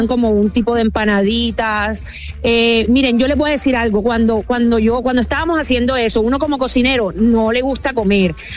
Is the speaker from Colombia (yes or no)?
yes; Montería, Córdoba, Colombia; also born or lived in San Andrés, Colombia; now in Cartagena, Colombia; Nací en San Andrés Isla, me crié en el Valle del Sinú, Montería, Córdoba, tierra que amo, y Cartagena me adoptó. Así que no voy a decir que soy de una parte en específica, yo soy del Caribe